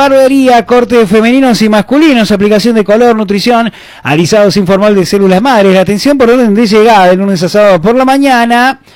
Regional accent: Córdoba, Argentina; Soy cordobés.

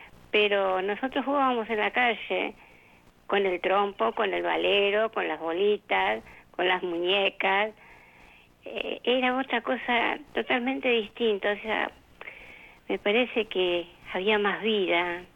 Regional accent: Longchamps, Buenos Aires Province, Argentina

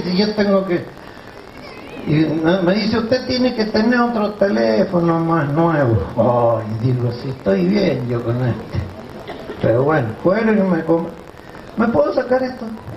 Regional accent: La Viña, Mendoza, Argentina; born there; Si ya no tenía ropa de esta porque yo nací en La Viña, en Mendoza.

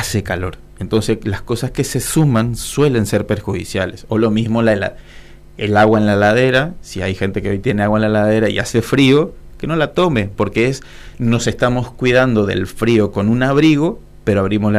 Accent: Corrientes, Argentina; de donde yo vengo, pues yo soy del interior de Corrientes, había taekwondo, entonces hice un tiempo taekwondo. Después, cuando me fui a Corrientes, comencé a hacer kung fu.

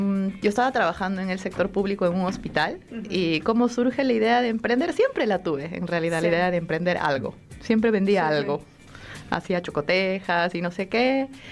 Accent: Peru; moved away as an adult; Yo soy de Perú.

